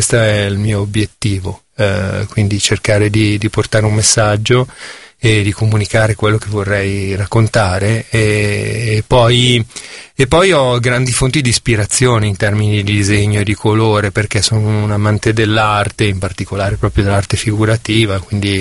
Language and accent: Italian; Milan, Lombardy, Italy; Sì, io sono di Milano e provengo proprio dal quartiere di Ponte Lambro